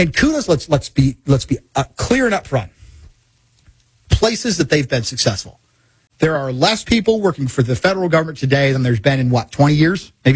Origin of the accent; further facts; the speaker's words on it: Missouri, United States; And I'm from Missouri. We've had our own situation.